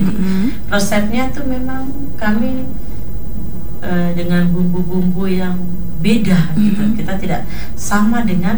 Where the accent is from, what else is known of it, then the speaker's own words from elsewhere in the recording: Papua, Indonesia; Kalau kita orang Papua bilang mulut macam mau terbakar.